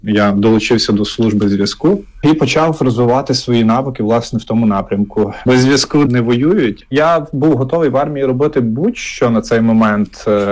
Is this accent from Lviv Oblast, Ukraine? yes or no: yes; Lviv Oblast, Ukraine; я родом зі Сколівщини, Бойківський край, але я зрозумів, що потрібно зараз всім гуртуватися